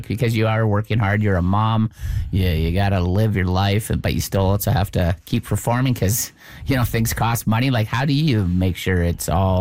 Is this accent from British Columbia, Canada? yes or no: no; Yukon, Canada; we're from the Yukon.